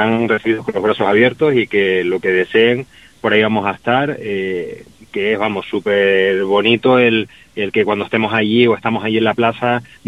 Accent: San Cristóbal de La Laguna, Canary Islands, Spain; also born or lived in Finca España / La Verdellada; yo soy, vamos a decir, como un hijo adoptado, porque realmente soy, vivo entre Finca España y La Verdellada, me crié cuando era pequeño en el Hoyo de Gracia, o sea, de ese triángulo no me he movido, pero sí, sí, por ahí, adoptado desde muy jovencito de la zona.

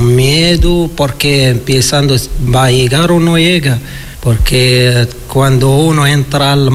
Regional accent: Laayoune, Western Sahara; Soy del Sahara Occidental, de Laayoune, capital.

